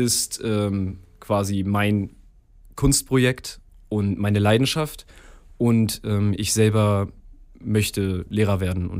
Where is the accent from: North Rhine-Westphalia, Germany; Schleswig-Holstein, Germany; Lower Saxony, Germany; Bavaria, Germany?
Lower Saxony, Germany; Hameln; ich komme aus Hameln und bin hier zur Schule gegangen und habe hier auch die Geige gelernt zu spielen.